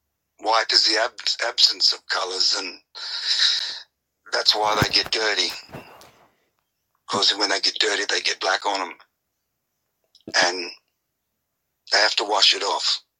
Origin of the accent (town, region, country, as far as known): Australia